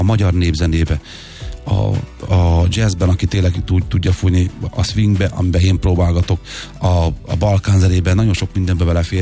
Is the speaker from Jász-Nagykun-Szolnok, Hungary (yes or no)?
yes; Tiszafüred, Jász-Nagykun-Szolnok, Hungary; én gyerekkoromban, hogy Tiszafüreden éltem